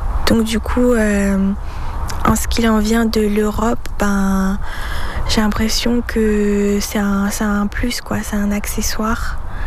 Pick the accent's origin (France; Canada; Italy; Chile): France; En tant que français, on fait des bruits qui n'existent pas dans d'autres langues.